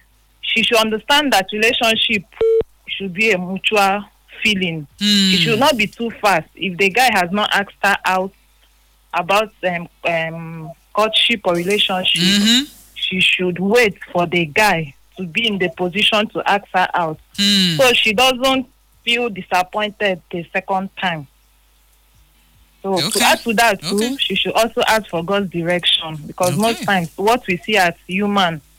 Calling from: Port Harcourt, Rivers, Nigeria; Yes, I'm calling from Port Harcourt.

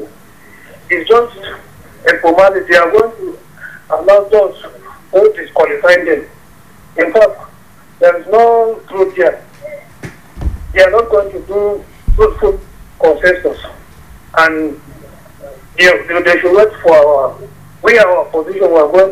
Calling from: Bokkos, Plateau, Nigeria; calling from Bokos.

